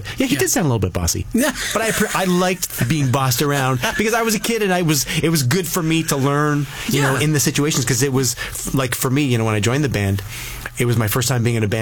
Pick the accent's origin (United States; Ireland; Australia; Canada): Canada; Burlington, Ontario; I feel like being from Burlington gave us a bit of an outsider's perspective as well